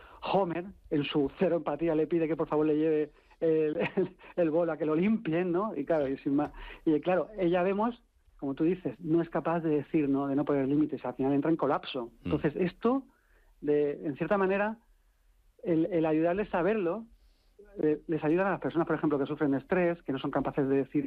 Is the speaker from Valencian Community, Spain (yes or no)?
yes; Orihuela, Valencian Community, Spain; desde que mi padre me llevaba... a los distintos videoclubs de la zona de la Vega Baja, porque yo nací en Orihuela.